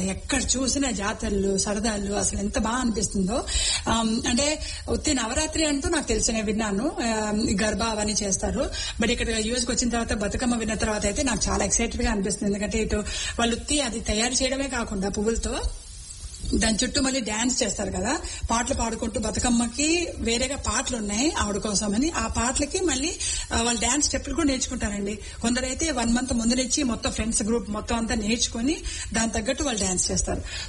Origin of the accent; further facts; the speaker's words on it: Andhra Pradesh, India; now in United States; నేను ఆంధ్రాలో పుట్టి పెరిగాను.